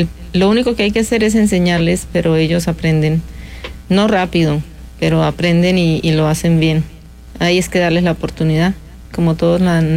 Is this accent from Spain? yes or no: no; Norte de Santander, Colombia; Yo vengo de Colombia, del norte de Santander. Somos una familia un tanto grande. Somos 11 hermanos.